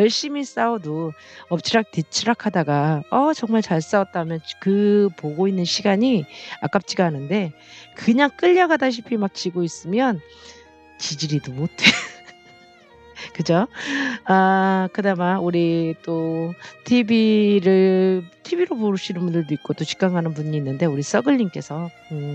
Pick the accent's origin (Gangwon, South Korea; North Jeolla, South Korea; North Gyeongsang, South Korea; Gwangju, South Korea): Gwangju, South Korea; moved away; 아무래도 고향이 광주다 보니까 해태 때부터 기아를 쭉 경기장을 다니면서 응원했다 보니까 이왕이면 지금은 광주에 안 살아도